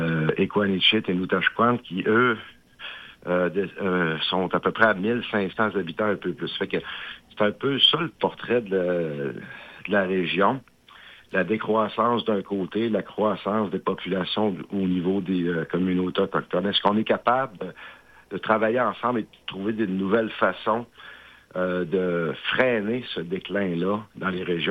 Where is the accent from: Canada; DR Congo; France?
Canada; Sept-Îles, Quebec; Moi, je suis après mon cégep ici à Sept-Îles, je suis parti à l'Université du Québec à Chicoutimi en 1989